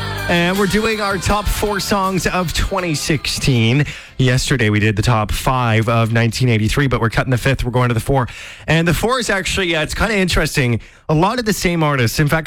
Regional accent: Canada; even though we're Canadian, a lot of people are paying attention down to the U.S. election.

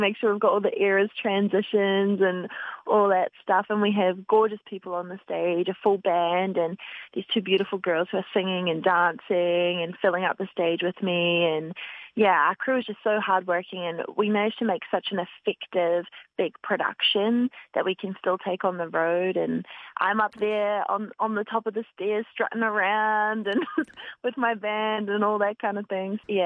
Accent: New Zealand; I'm from New Zealand

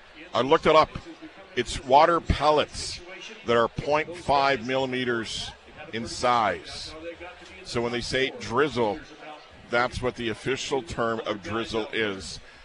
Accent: Regina, Saskatchewan, Canada; moved away; I'm born and raised in Regina

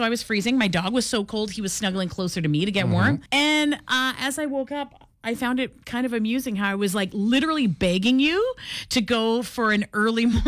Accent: Canada; we're Canadian.

